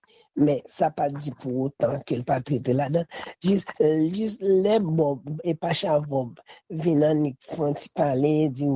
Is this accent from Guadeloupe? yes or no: no; Haiti; En tant que haïtien qui aime pays comme la Cayenne